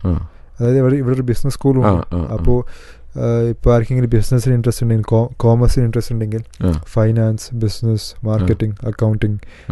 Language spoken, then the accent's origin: Malayalam; Kerala, India; മലയാളിയായിട്ട് ഞാനാണുള്ളൂ.